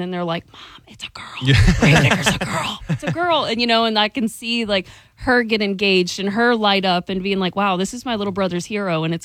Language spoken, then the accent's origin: English; Kill Devil Hills, North Carolina, United States; So we have I'm from North Carolina, and that's where my family. Northeastern North Carolina, okay. The Outer Banks.